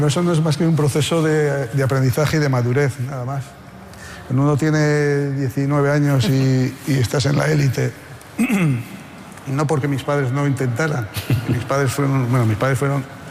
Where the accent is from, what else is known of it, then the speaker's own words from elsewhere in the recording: Haro, La Rioja, Spain; porque yo en mi pueblo, en Haro, en La Rioja, era del Athletic Club de Bilbao, como aficionado.